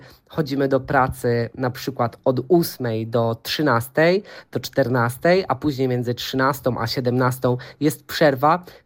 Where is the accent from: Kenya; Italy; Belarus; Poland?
Italy; moved away